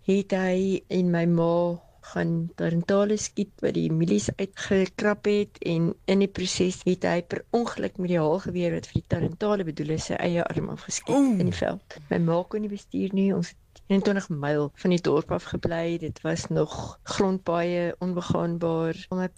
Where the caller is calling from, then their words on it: Vrede, Free State, South Africa; daar was nie hospitaal in Vrede, ons ou klein dorpie nie